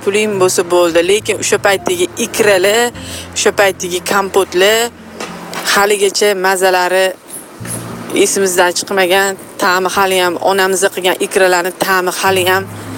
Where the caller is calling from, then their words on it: Tashkent, Uzbekistan; Yunusoboddan